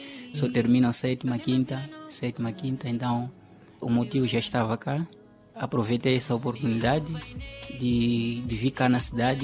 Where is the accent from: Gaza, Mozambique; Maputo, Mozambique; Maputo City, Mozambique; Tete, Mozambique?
Tete, Mozambique; Vila Nova da Fronteira; moved away as an adult; Sou natural do distrito de Mutarara, mas estamos a falar de Vila Nova da Fronteira.